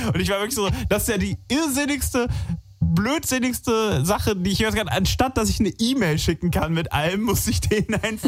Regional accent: Alzey, Rhineland-Palatinate, Germany; Aus der Nähe, ja. Ich bin in Alzey groß geworden. Das ist nicht weit weg.

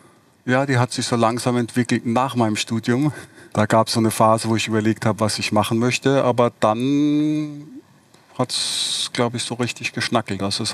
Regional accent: Baden-Württemberg, Germany; ich bin ja im Raum Heidelberg aufgewachsen und habe in Karlsruhe Elektrotechnik studiert und in Mannheim Psychologie

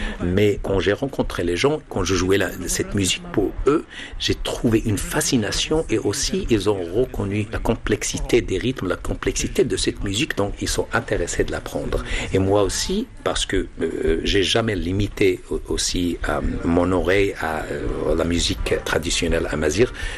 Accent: Imintanout, Marrakesh-Safi, Morocco; J'ai grandi à Imintanout, mais je suis né dans un petit village, une petite maison, un truc comme ça, mais entouré de beaucoup, beaucoup de musique.

